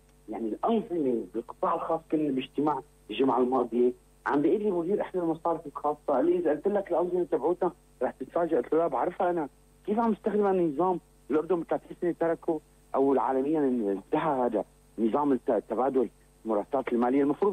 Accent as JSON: {"language": "Arabic", "country": "Syria", "said": "انا كسوري"}